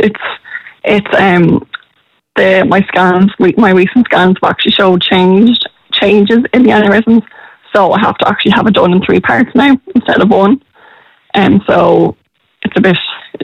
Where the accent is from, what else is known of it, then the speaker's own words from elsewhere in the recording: Arklow, Leinster, Ireland; My hometown, Arklow, has been tremendous.